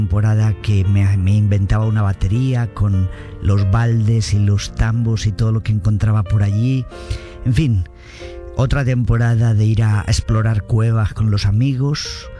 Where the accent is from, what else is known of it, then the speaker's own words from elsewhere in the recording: Valencia, Valencian Community, Spain; Soy de Valencia, España, pues soy el menor de 4 hermanas.